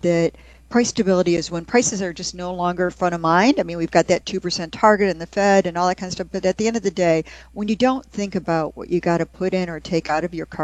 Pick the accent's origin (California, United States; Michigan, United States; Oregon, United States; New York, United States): Michigan, United States; Detroit; I'm a child of the 1970s, and I became an economist because I grew up in Detroit.